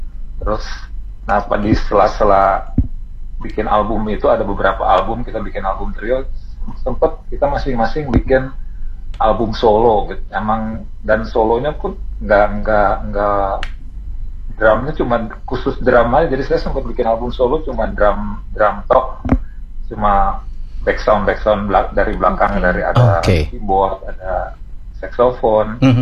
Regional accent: Ambon, Maluku, Indonesia; now in Bogor, Indonesia; Saya tuh orang Ambon, tapi tinggal di Bogor, jadi ngomongnya Sunda.

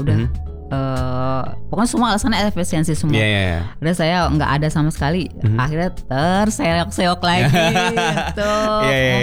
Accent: Java, Indonesia; Gendis itu diambil dari karena saya orang Jawa, suka dengan filosofi Jawa.

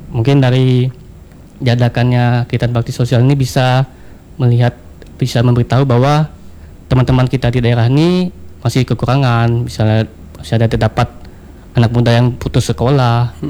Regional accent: Kubu Raya, West Kalimantan, Indonesia; Kalau saya dari Kuburaya bang.

